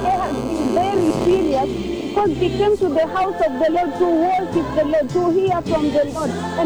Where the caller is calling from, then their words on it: Lodwar, Turkana County, Kenya; You are speaking to … I'm calling you from Lodwa here in Turkana